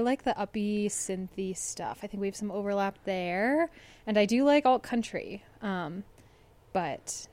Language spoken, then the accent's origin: English; Durango, Colorado, United States; I grew up here in Durango.